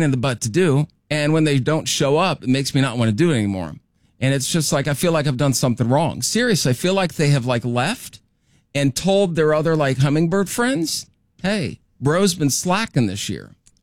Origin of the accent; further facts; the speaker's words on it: Iowa, United States; moved away; I grew up in Iowa.